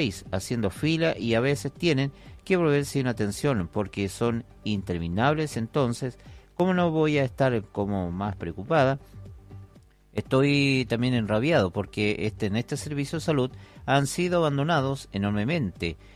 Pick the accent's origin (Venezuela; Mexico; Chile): Chile; Hualaihué, Los Lagos; finalmente somos chilenos, como todos, especialmente en la comuna de Gualaihue.